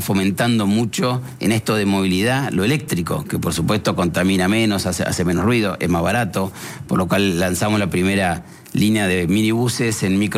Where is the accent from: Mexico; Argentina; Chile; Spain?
Argentina; Buenos Aires